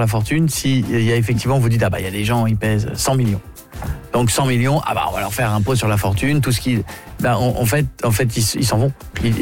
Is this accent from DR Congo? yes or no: no; France; chez nous en France